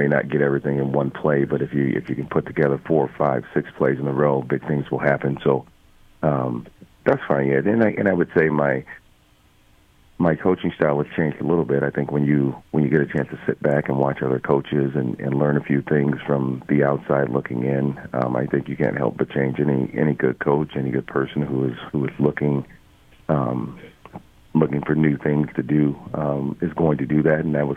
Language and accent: English; Aurora, Colorado, United States; moved away as an adult; also born or lived in Utah / Aberdeen, South Dakota; now in Garretson, South Dakota, United States; I'm originally from Aurora, Colorado.